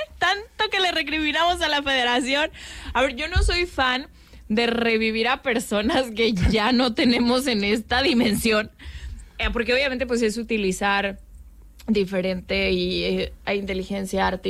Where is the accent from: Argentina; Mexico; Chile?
Mexico; somos mexicanos y nos representa el barrio